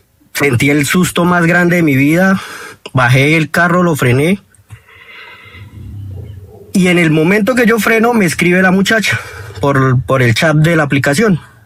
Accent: Bucaramanga, Santander, Colombia; yo soy de aquí, de Bucaramanga.

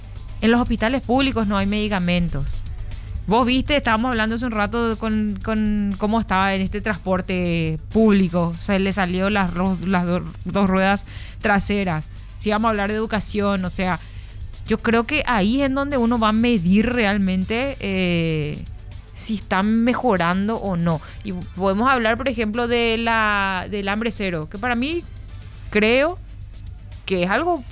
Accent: Paraguay; si yo estoy en el Paraguay, yo soy paraguaya

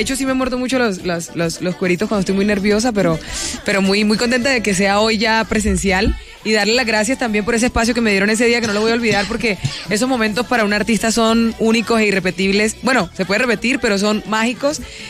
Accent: Aguachica, Cesar, Colombia; Y queda cerca a mi pueblo, Aguachica Cesar, entonces me queda cerca para visitar a mis papás.

